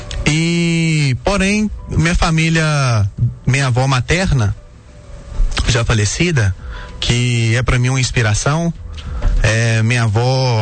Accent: Vargem Alegre, Minas Gerais, Brazil; moved away as an adult; now in Vale do Aço, Brazil; Também sou de Vargem Alegre, né? Me criei por lá, meus pais moram lá ainda. Fiquei lá até os 18 anos, onde me mudei aqui pro Vale do Aço.

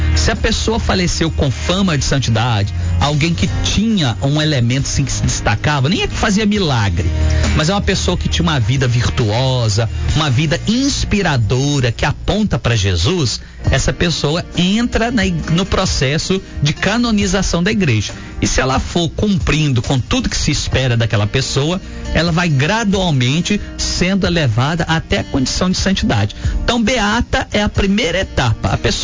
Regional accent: Rio Pomba, Minas Gerais, Brazil; born there; now in Vale do Aço, Brazil; Quando eu vou lá para minha terra, Rio Pomba, lá na Zona da Mata, né?

